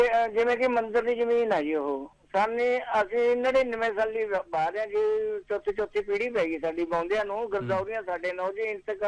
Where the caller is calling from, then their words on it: Vaddian Jala, Punjab, India; ਸਾਡੇ ਮੈਂ ਪਿੰਡ ਵੱਡੀਆਂ ਜਾਲਾ ਤੋਂ … ਬੋਲਦਾ ਜੀ। ਮੇਰੇ ਪਿੰਡ ਦੇ ਵਿੱਚ ਲੀਜ ਦੀ ਜ਼ਮੀਨ ਹੈ ਜੀ